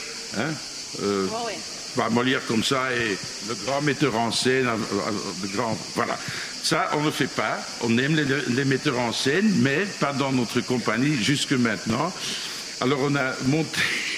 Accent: Flanders, Belgium; French is a second language; nous sommes des Flamands. En fait, on a appris le français à l'école, mais on a vraiment appris le français en jouant Molière.

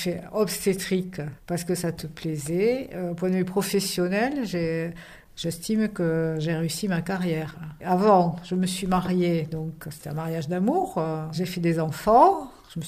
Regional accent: Southern France, France; Après, sinon, non, quand on vient du sud de la France, Montréal, le Canada

